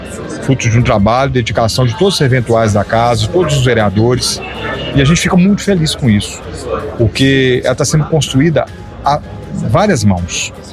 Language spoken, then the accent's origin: Portuguese; Minas Gerais, Brazil; Eu falo que, como bom mineiro, a gente trabalha devagar, mas acima de tudo com serenidade.